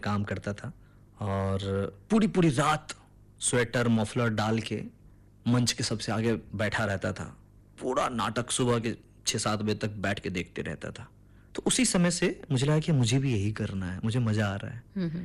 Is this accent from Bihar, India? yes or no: yes; Bihar, India; क्योंकि मैं बिहार से हूं तो मेरे यहाँ छठ, दिवाली, दशहरा ये सब बहुत धूमधाम से होता है। तो मेरे गांव में सब लोग चंदा इकट्ठा करके खुद से प्ले लिखते थे और उसको खेलते थे।